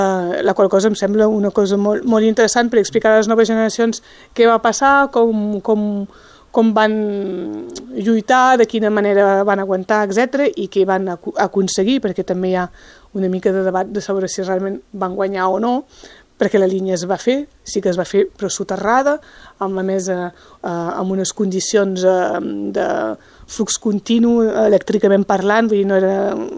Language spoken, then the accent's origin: Catalan; Baho, Occitania, France; Això és perquè sóc de Baó i que m'ha sortit el poble.